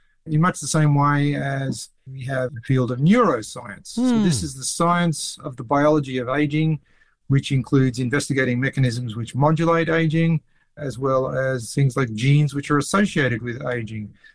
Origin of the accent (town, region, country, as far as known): Australia; born or raised there